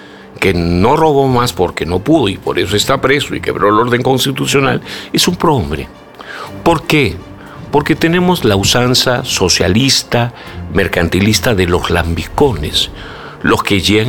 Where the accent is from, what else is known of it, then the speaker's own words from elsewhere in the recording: Peru; Siempre seguimos esclavos de nuestra herencia andina, cuando el espacio del Perú estaba siendo ocupado por andinos, el Tahuantín suyo, y nuestro pasado español mercantilista, que fue cuando éramos España.